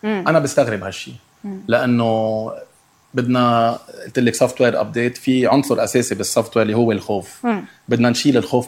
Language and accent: Arabic; Lebanon; نحن كلبنانيين